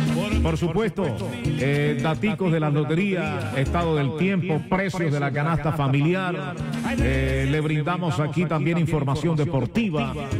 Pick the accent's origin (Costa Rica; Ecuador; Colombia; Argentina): Colombia; Zipacoa, Bolívar; soy de un pueblito por aquí cerquita, entre Santa Rosa y Villanueva, llamado Zipacoa. Ahí me crié. De ahí vengo yo. Nunca me olvido de dónde vengo.